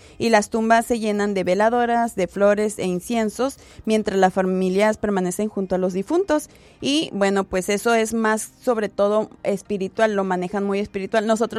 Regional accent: Mexico; yo como buena mexicana

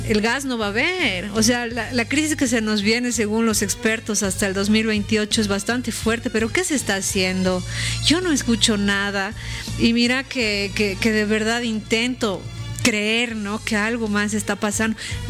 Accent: Bolivia

